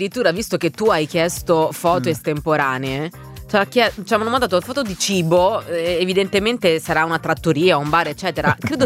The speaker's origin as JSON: {"language": "Italian", "region": "Lazio", "country": "Italy", "said": "i piatti tipici delle mie parti"}